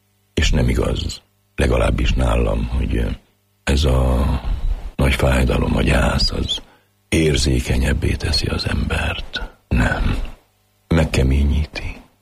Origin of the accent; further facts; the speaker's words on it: Păușa, Bihor, Romania; Bihar megyében Poklostelken nevelkedtem. Földművelő paraszt emberek gyermeke vagyok. Nagyon szép gyerekkorom volt. Nagy szüleim imádtak. Én is őket. Sokat voltam náluk. Egy poros kisfalu az. Akkor még teljesen magyar falu volt. Nem is tudott ott más nyelven senki.